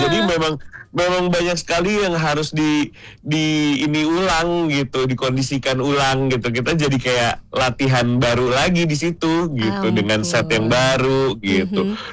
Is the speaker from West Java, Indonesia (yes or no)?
yes; Bandung, West Java, Indonesia; Betul sekali, aku memang lahir besar, tanah kelahiran aku adalah bumi Pasundan, betul sekali. Yoi. Di Bandung